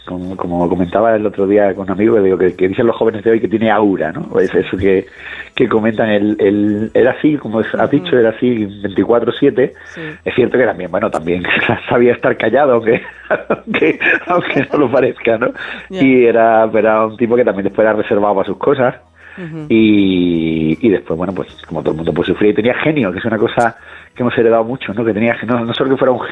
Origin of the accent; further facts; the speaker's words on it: Cádiz, Andalusia, Spain; No, claro, no, yo además me crié en Cádiz, con lo cual